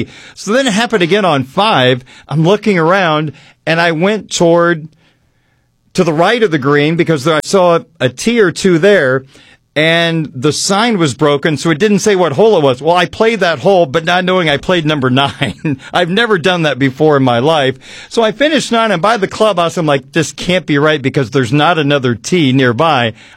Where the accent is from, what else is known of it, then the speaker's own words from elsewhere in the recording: Indiana, United States; now in Illinois, United States; Of course, here in Illinois, we play in the fall. I came from Indiana where they played in the spring, which I wouldn't want to do.